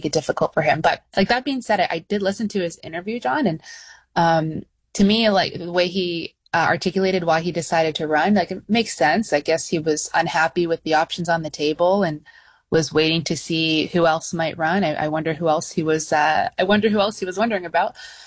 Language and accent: English; Ajax, Ontario, Canada; I grew up in Ajax.